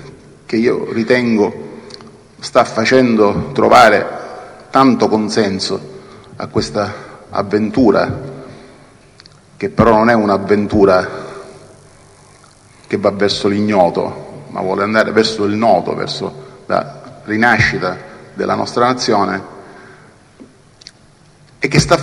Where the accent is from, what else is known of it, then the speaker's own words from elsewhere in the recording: Catania, Sicily, Italy; io sono di Catania